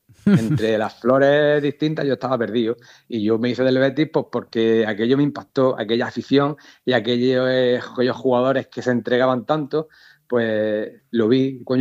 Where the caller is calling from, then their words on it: Baza, Andalusia, Spain; yo soy de Baza, en Granada